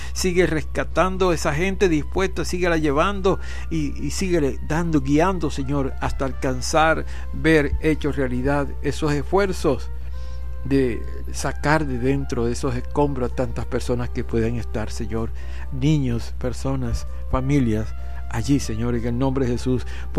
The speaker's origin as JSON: {"language": "Spanish", "country": "Venezuela", "said": "nos involucra a todos como venezolanos, como hermanos de esta patria"}